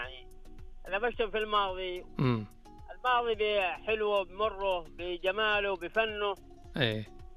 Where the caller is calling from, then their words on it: Jazan Province, Saudi Arabia; من جيزان.